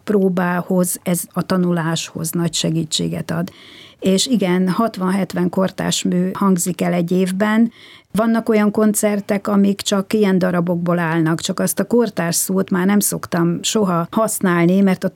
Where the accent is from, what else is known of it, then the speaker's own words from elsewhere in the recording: Mezőtúr, Jász-Nagykun-Szolnok, Hungary; born there; Ez a 63-as év, ez egy nagyon jó évjárat volt, és a Szenteste én születtem egyedül a Mezőtúri kórházban este 7 órakor.